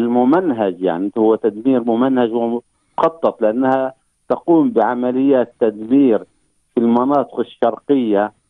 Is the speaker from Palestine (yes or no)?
yes; Palestine; بالنسبة لنا كفلسطينيين